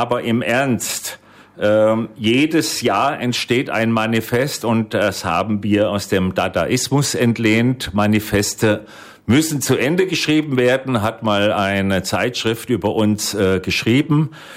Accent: Bödigheim, Baden-Württemberg, Germany; In meinem Heimatdorf Bödigheim im badischen Odenwald gab es einen Herrn

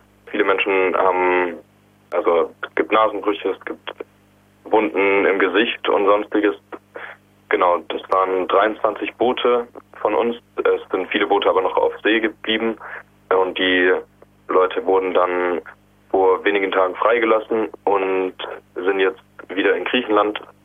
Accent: Hesse, Germany; ich bin 19 Jahre alt und aus dem Süden von Deutschland, also in der Nähe von Frankfurt. Ich befinde mich gerade in Griechenland

